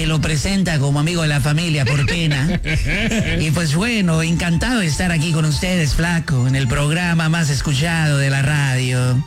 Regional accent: Argentina; Yo soy mitad argentino y mitad italiano. Pero yo soy orgulloso de mis raíces más argentinas porque mi padre era de Argentina

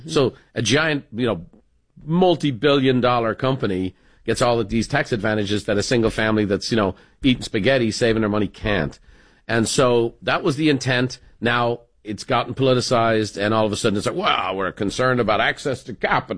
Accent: California, United States; My people. I'm from the People's Republic of California.

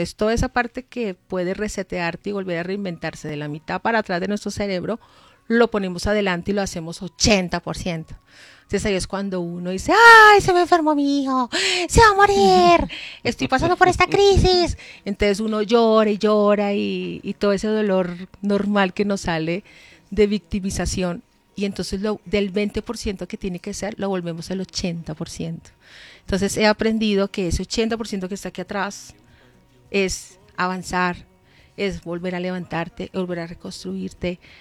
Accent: Colombia; moved away; yo crecí en Colombia toda mi vida

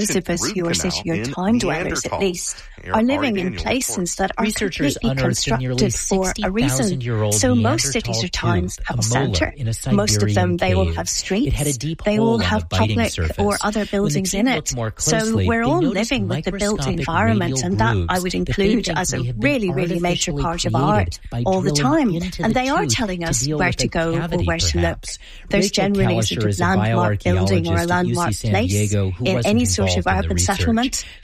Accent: Belfast, Northern Ireland, United Kingdom; moved away; I grew up in Belfast during the 70s and 80s into the early 90s, and one of the things that I was really struck by when I left Belfast is that other cities don't have this amount of images on the walls.

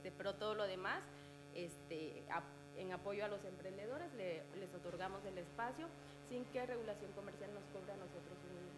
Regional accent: Campeche, Mexico; somos de comunidades, yo soy de Chetumul y ella de Sabancuy

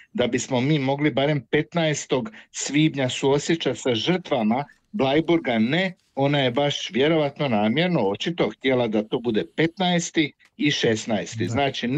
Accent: Croatia; kod nas u Hrvatskoj se događa jedna strašna situacija

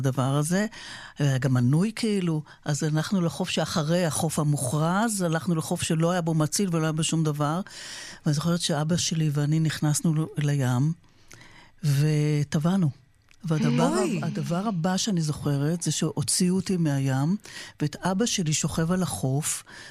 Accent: Haifa, Haifa District, Israel; אני גדלתי בחיפה, וחיפה זה על שפת ים, ואנחנו הרבה בילינו על שפת הים.

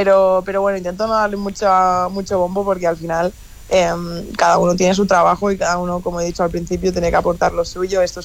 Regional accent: Balearic Islands, Spain

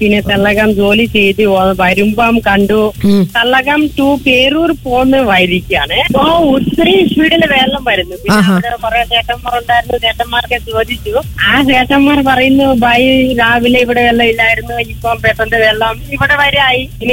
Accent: Assam, India; Malayalam is a second language; now in Kottayam, India; ഞാൻ ആസാമിയാണ്. … ആസാം ഗുവാഹത്തി നഗാവ് ഡിസ്ട്രിക്ട് പറയും.

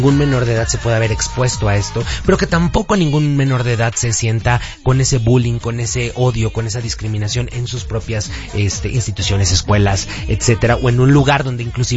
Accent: Mexico; Somos mexicanos

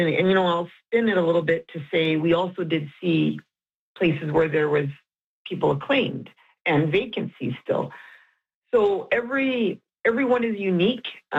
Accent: Canada; I think it's part of being a Canadian.

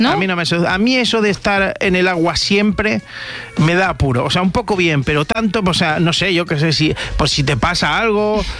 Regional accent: Galicia, Spain; en la zona de Ourense también, que soy gallego yo.

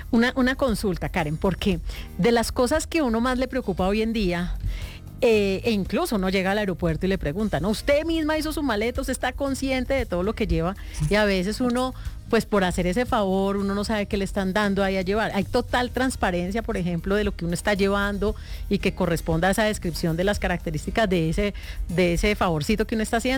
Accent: Cali, Valle del Cauca, Colombia; yo soy de Cali

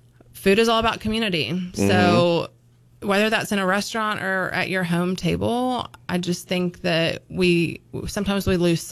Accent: Birmingham, Alabama, United States; I think it goes back to, so I grew up in Birmingham, and my grandma is from a really small town called Grove Hill, and it's in South Alabama

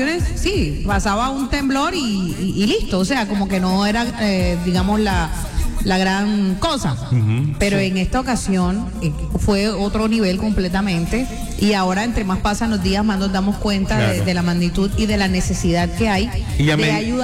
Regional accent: Colombia; como colombianos nos hemos unido

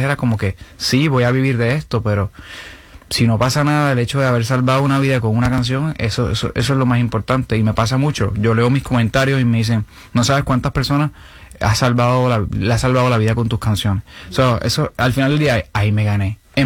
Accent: Venezuela; Soy venezolano, voy para arriba, voy para adelante

